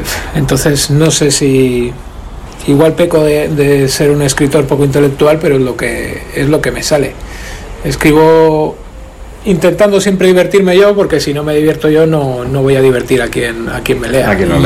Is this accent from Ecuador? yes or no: no; Torrelavega, Cantabria, Spain; born there; yo que soy de Torrelavega, que nací aquí